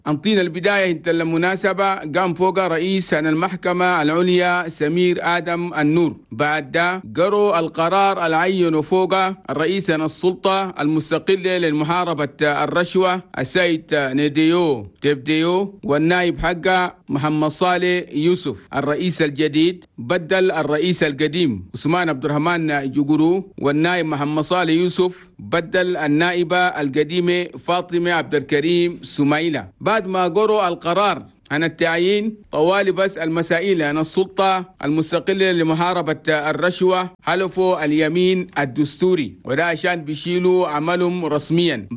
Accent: Chad; من أجل العمل الحكومي وخدمة المصلحة العامة عن بلدنا تشاد.

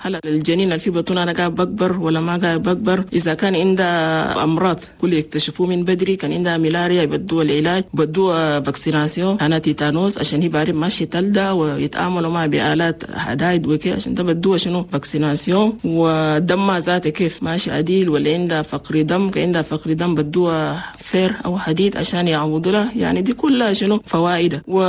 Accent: Chad; لأننا نحن عندنا في تشاد نسبة موت عن الأمهات اللي بموتوا في ولادة كتير مرة واحد

